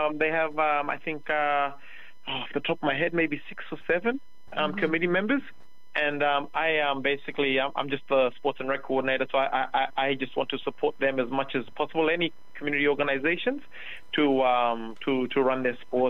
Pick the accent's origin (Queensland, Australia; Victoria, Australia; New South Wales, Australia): Queensland, Australia; Bamaga; I'm a local. I'm born and bred here. I'm from Bamaga.